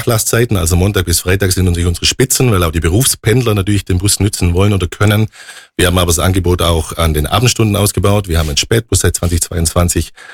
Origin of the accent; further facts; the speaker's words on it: Baden-Württemberg, Germany; Ich bin gebürtiger Oberschwabe, war Finanzamt Ravensburg, habe dort studiert